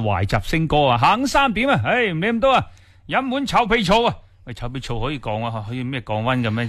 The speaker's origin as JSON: {"language": "Cantonese", "region": "Guangdong", "country": "China", "said": "我哋广东人"}